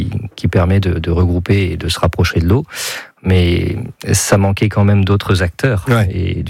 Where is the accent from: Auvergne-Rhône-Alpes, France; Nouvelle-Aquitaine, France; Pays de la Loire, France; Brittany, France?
Pays de la Loire, France; Mayenne; Je suis né à Mayenne, j'ai vécu à Mayenne, je vis avec la rivière.